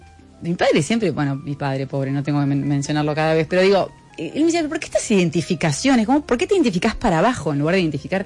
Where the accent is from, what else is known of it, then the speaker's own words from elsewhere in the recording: Argentina; moved away as an adult; also born or lived in France; yo tan argentina, tan ingenua, tan católica